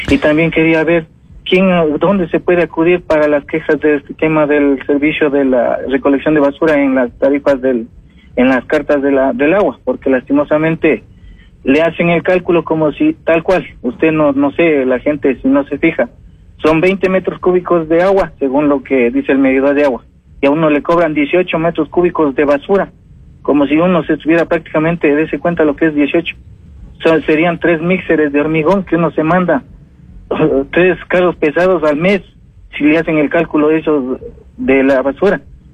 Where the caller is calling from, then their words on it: Quito, Pichincha, Ecuador; yo le hablo por el norte de Quito. Salimos de aquí de San Antonio, en la ruta a Carapungo